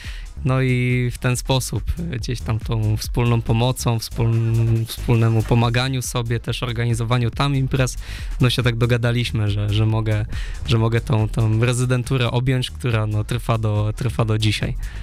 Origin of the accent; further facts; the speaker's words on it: Szczecin, West Pomeranian Voivodeship, Poland; wszystko się zaczęło w Szczecinie, w moim miejscu zamieszkania